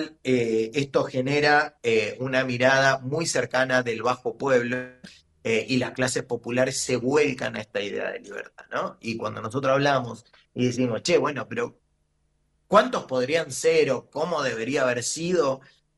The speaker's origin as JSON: {"language": "Spanish", "country": "Argentina", "said": "nosotros como argentinos, como alumnos que hemos ido a la escuela, y nos han enseñado de alguna manera la gesta libertadora"}